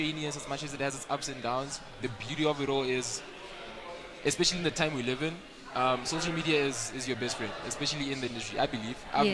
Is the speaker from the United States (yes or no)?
no; South Africa; we South Africans